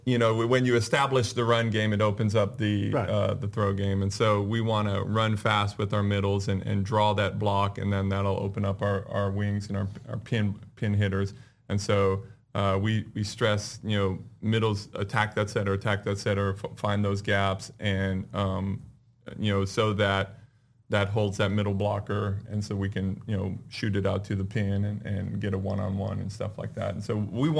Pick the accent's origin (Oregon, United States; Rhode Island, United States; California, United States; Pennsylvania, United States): California, United States; moved away as an adult; also born or lived in Oklahoma; now in East Texas, United States; I grew up in California